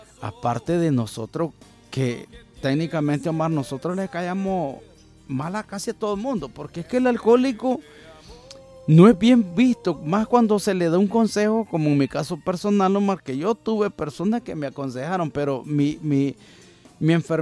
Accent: Nicaragua; como decimos en nicaragüense

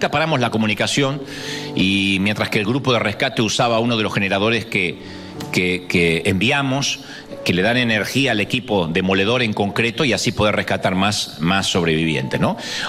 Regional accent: Argentina; born there; moved away; A veces yo publico algo por mi país natal y se enojan, dice, pero ustedes los argentinos agrandados porque compraron el mundial

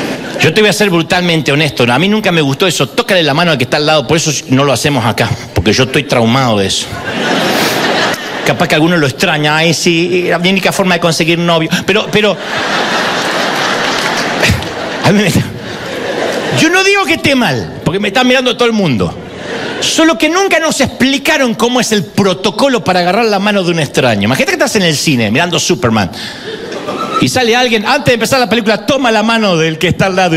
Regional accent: Argentina; Esta semana yo estaba en Televisión Nacional en mi país, en Argentina

